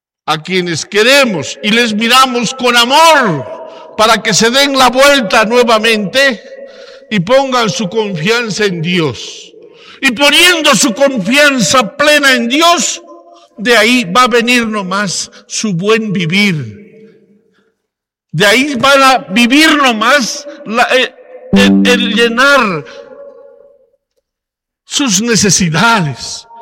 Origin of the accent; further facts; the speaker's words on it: La Paz, Bolivia; como buenos franciscanos, como buenos paceños, como buenos bolivianos